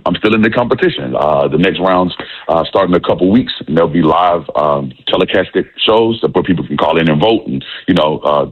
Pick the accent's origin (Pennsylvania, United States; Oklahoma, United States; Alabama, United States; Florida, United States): Alabama, United States; Birmingham; From Birmingham, Alabama.